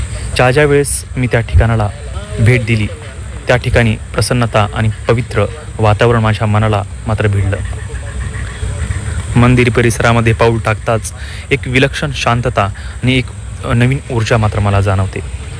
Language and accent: Marathi; Yelda, Maharashtra, India; moved away; तिथून काही अंतरावरतीच माझं मूळ गाव अर्थात येलडा येडेश्वरी मातेच्या पदस्पर्शनं पावन झालेलं आहे. तिथला मी मूळचा निवासी